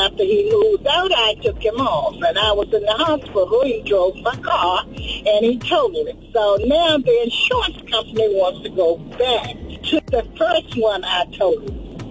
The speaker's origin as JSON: {"language": "English", "region": "Virginia", "country": "United States", "said": "I'm from Virginia"}